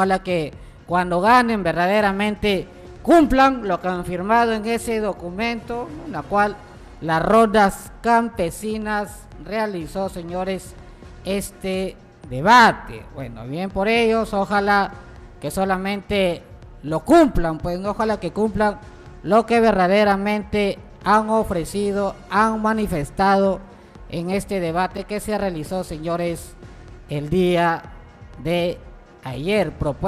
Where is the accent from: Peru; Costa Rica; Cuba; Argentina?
Peru